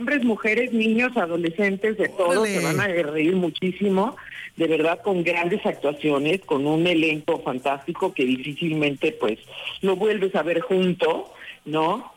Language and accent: Spanish; Mazatlán, Sinaloa, Mexico; yo soy norteña, claro. Soy de Mazatlán